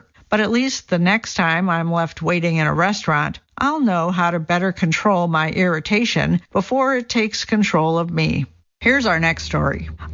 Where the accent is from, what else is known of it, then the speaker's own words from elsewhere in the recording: Midwest, United States; For an aspiring writer growing up in the Midwest who loved fashion, The Devil Wears Prada felt like a fantasy on par with The Lord of the Rings.